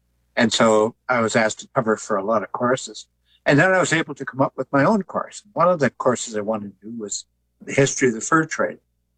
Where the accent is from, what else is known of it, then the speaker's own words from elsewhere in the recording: Ely, Minnesota, United States; now in Two Harbors, United States; I was raised in Ely. Our family was from the Vermilion Reservation near Tower.